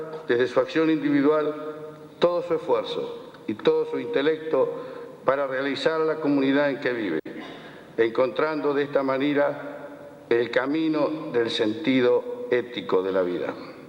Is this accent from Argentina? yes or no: yes; Coronel Pringles, Buenos Aires Province, Argentina; mi pueblo de Coronel Pringles.